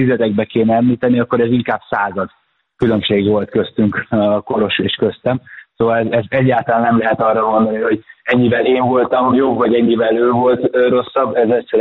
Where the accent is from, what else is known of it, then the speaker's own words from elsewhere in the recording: Győr, Győr-Moson-Sopron, Hungary; tehát én Győrben nőttem föl. A Győri Kajakkenu Egyesületben nőttem föl